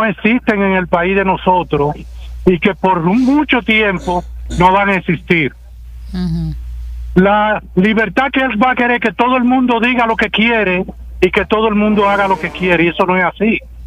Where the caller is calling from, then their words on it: Dominican Republic; Yo soy dominicano 100%